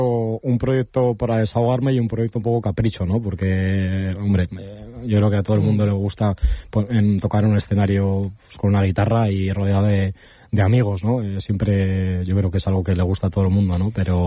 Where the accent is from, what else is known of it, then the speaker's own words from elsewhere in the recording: Colindres, Cantabria, Spain; born there; empecé en clases de guitarra de muy chiquitín en Colindres